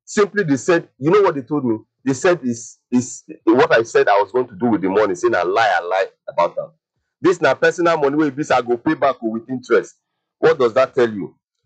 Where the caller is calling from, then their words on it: Nigeria; as Nigerian citizens